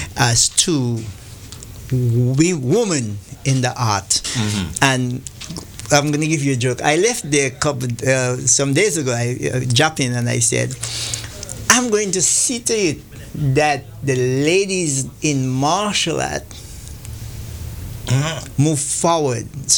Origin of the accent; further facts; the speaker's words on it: Antigua & Barbuda; No, I'm from Antigua. Antigua is a little island.